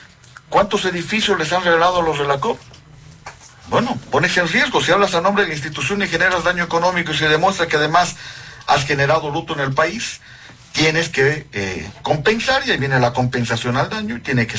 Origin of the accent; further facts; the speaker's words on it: Cochabamba, Bolivia; la gente dice en Cochabamba, que es de donde yo vengo